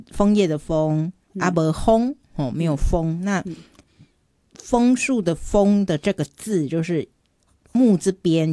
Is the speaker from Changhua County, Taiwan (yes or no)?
no; Kaohsiung, Taiwan; 那那个阿昏小时候就我们的家乡、哦、歌熊有一个鸟松，